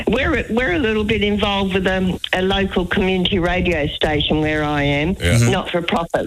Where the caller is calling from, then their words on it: Birkenhead, South Australia, Australia; I'm ringing from Birkenhead, South Australia.